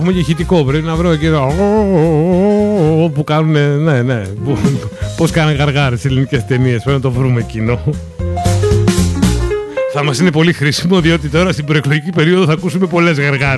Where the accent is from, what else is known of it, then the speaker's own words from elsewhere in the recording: Arnaia, Central Macedonia, Greece; στη Χαλκιδική εκεί στο χωριό μου στην Αρνέα